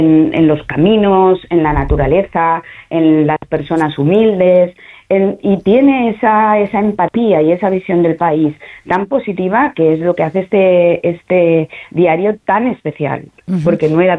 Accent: Valencian Community, Spain; Pero realizan, digamos, un periplo que para mí particularmente, siendo valenciana, me resulta muy emocionante.

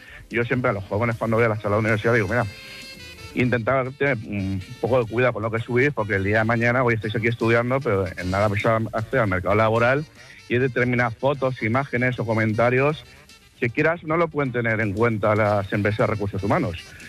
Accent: Valencian Community, Spain; Sí, soy valenciano, sí.

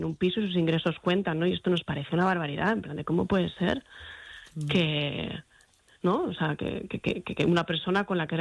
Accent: Gijón, Asturias, Spain; yo soy de provincias, yo soy de Gijón además

